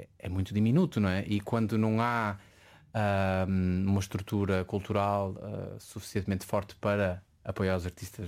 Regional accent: Porto, Portugal; also born or lived in Azores; a minha família, do lado da minha mãe, é dos Açores e eu nasci nos Açores e, ou seja, na realidade vivi quase a minha vida toda no Porto, em território nacional.

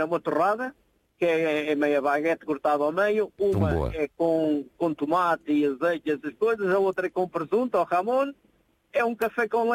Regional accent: Sobreda, Centro, Portugal; born there; now in Oliveira do Hospital, Portugal; Eu nasci mesmo na Aldeola, lá na Sobreda.

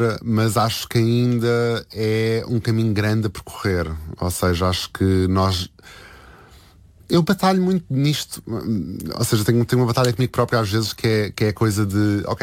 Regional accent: Oeiras, Lisbon, Portugal; Tive assim várias zonas onde cresci, mas assim, a minha infância foi em Porto Salvo.

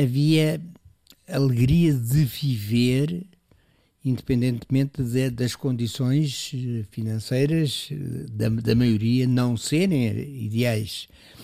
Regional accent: Lisbon, Portugal; born there; Bem, de facto é a cidade onde eu nasci. Não tenho recordações desse ato, mas tenho recordações de que Lisboa era uma cidade maravilhosa.

